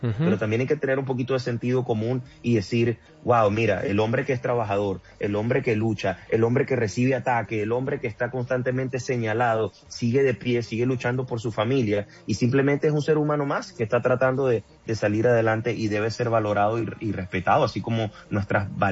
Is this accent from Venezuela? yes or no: yes; Venezuela; oro por el país hermano de Colombia, yo soy venezolano, uh-huh.